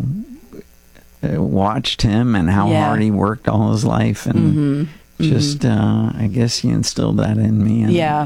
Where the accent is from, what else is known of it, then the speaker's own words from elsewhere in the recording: Tampa, Florida, United States; That's where I was born, and I grew up in Tampa.